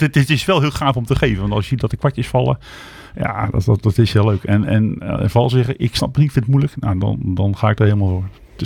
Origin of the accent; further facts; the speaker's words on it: Ede, Gelderland, Netherlands; Ik kom uit Ede, geboren en getogen.